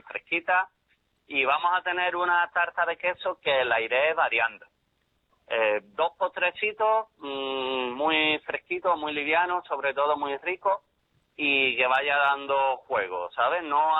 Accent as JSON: {"language": "Spanish", "town": "Cádiz", "region": "Andalusia", "country": "Spain", "said": "Cádiz, mi Cádiz, que yo soy de Cádiz"}